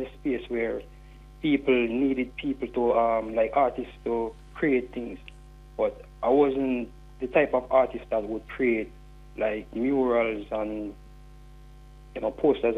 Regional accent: Malvern, Saint Elizabeth, Jamaica; Yeah, I'm from Malvern.

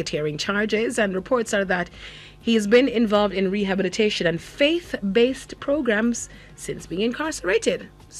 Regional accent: Manchester, Jamaica; I'm from Manchester, in Manchester, we're juicy.

